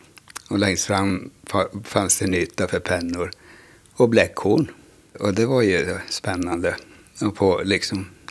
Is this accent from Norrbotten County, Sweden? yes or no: yes; Övre Soppero, Norrbotten County, Sweden; I mina hemtrakter kunde de äldre norska mer än svenska.